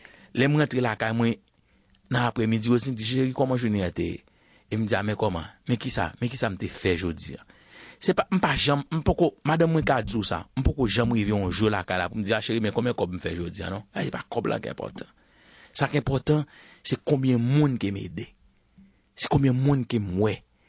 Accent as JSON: {"language": "French", "country": "Vietnam", "said": "Moi-même je suis du Vietnam"}